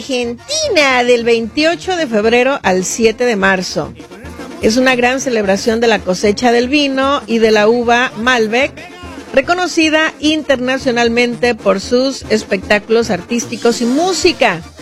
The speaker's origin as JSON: {"language": "Spanish", "country": "Mexico", "said": "los que somos mexicanos"}